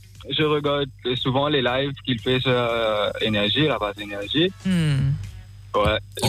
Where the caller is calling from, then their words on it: Bel Ombre, Mauritius; Moi, je suis de Bellombre.